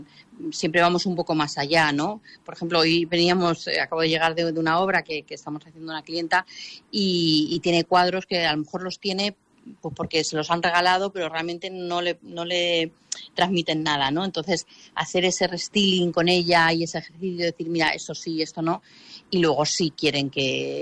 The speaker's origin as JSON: {"language": "Spanish", "town": "Moral de Calatrava", "region": "Castilla-La Mancha", "country": "Spain", "tie": "born or raised there", "also_born_or_lived": "Ciudad Real / Salamanca", "lives_now": "Madrid, Spain", "said": "He de decirte que yo nací en Madrid. Solamente nací aquí, viví en Moral de Calatrava hasta los 8 años y luego ya viví en Ciudad Real y estudié en Ciudad Real en la Escuela de Artes"}